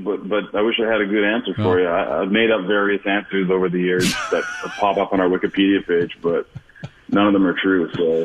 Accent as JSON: {"language": "English", "town": "Saskatoon", "region": "Saskatchewan", "country": "Canada", "tie": "born or raised there", "said": "I grew up in the city, on the east side. It's a great place to grow up. It's very good size"}